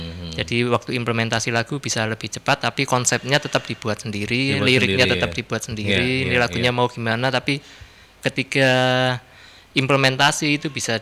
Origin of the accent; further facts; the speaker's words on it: Surabaya, East Java, Indonesia; Saya itu lahir di Perak. Terus pernah tinggal di Kenjeran, sekarang tinggal di Kebut. Jadi mbulit nang Surabaya.